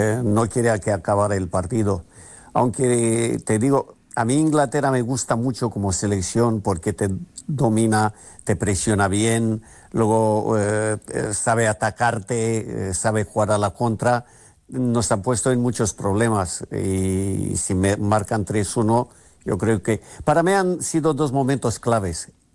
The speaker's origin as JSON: {"language": "Spanish", "country": "Romania", "said": "Y desde fuera, desde Rumanía, que aún soy rumano, pues es una envidia, pero sana."}